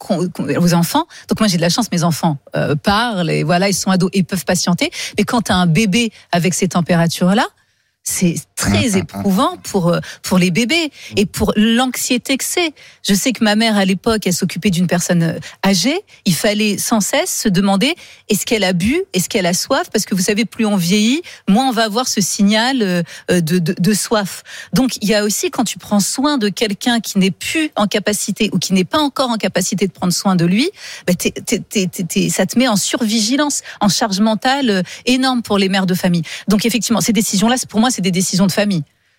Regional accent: Poitiers, Nouvelle-Aquitaine, France; now in Paris, France; Moi, je suis une fille de la campagne. J'ai grandi à Poitiers.

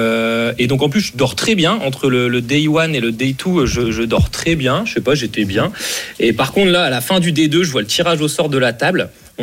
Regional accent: Brittany, France; je viens de la même région, je suis breton aussi.

